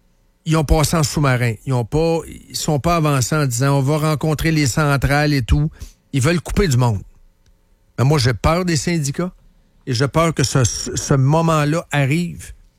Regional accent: Trois-Rivières, Quebec, Canada; Moi, je le sais. Je viens de Trois-Rivières.

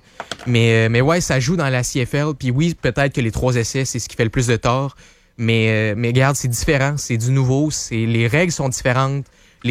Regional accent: Canada

